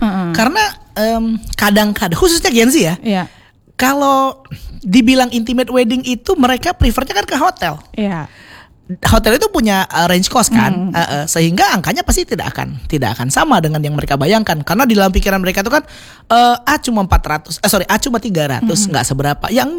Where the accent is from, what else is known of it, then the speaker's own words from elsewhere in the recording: Palembang, South Sumatra, Indonesia; kalau kita wong Palembang ini banyak cengkoneknya.